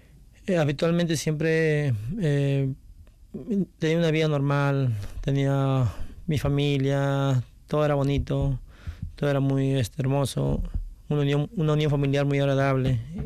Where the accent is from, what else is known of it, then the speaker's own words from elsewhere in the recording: Lima, Peru; moved away as an adult; yo soy de Perú, ya de Lima, de la capital.